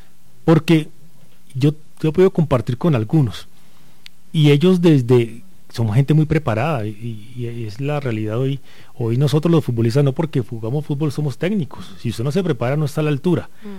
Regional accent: Colombia

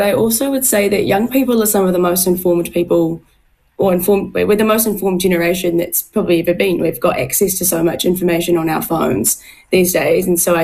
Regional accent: Tauranga, Bay of Plenty, New Zealand; now in Wellington, New Zealand; I'm from Tauranga

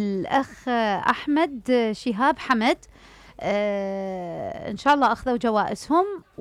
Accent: Iraq; يعني إحنا كعراقيين نخزنها بالمجمدات

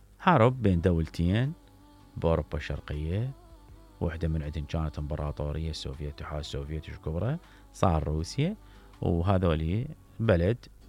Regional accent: Iraq; فتخيلوا إلى أنه إحنا كمواطنين عراقيين لا نتأثر ولا نؤثر في بلدنا

